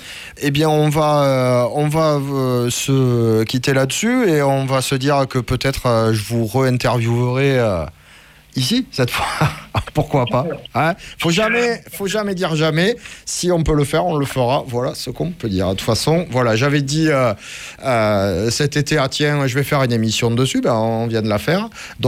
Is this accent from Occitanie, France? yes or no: yes; Occitanie, France; je viens de l'Aveyron, moi on a la réputation d'être un peu radin.